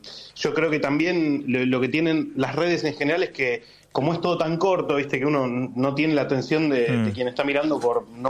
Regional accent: La Matanza, Buenos Aires Province, Argentina; moved away as an adult; now in Buenos Aires, Argentina; Sí, yo soy de La Matanza, de La Matanza, más específicamente. Ahora ya hace igual un par de años que vivo acá en Capital.

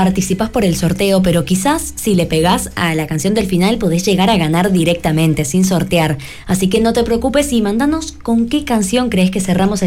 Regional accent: Argentina; Argentina, nosotros

